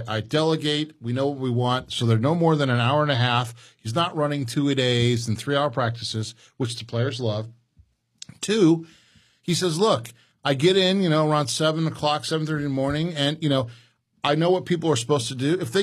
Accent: Chicago, Illinois, United States; I went to Indiana University undergraduate. I'm from the Chicago area.

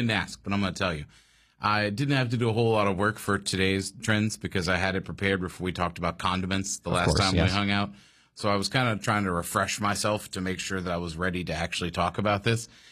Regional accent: United States; I am so American that it hurts.

